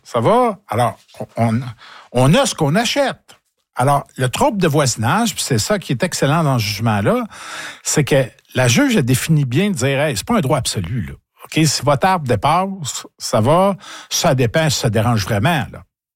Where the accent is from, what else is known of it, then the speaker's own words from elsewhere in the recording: Nicolet, Quebec, Canada; C'est que moi, je viens de Nicolette, OK? Bon, alors moi, mon grand-père était avocat à Nicolette à l'époque.